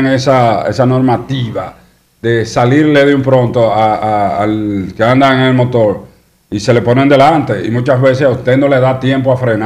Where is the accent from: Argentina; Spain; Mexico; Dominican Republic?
Dominican Republic